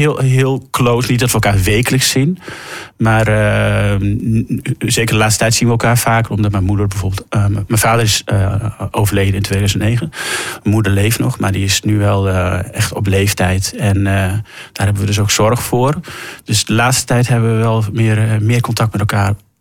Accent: Ter Apel, Groningen, Netherlands; Ik ben geboren en opgegroeid in Ter Apel.

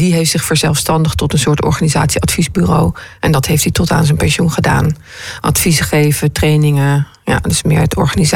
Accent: Arnhem, Gelderland, Netherlands; born there; Maar ik ben in Arnhem geboren

